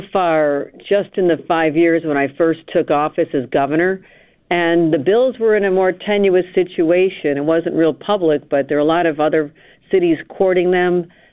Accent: Buffalo, New York, United States; I'm from Buffalo

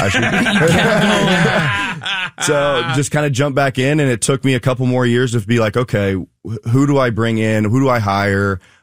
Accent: Pickerington, Ohio, United States; Yeah, so I'm born and raised in Columbus, Pickerington. I went to Pickerington North, graduated in 2013. Went to University of Dayton, came back home

